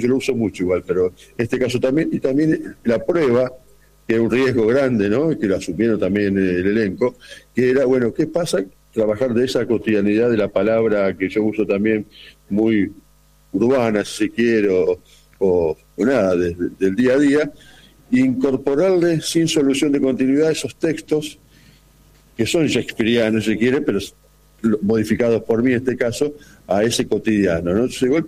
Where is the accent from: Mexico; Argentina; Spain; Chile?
Argentina; Santa Fe; Claro, somos provincianos, pero no nos asumimos como provincianos. Ningún rosario dice soy santafesino, y somos de Santa Fe.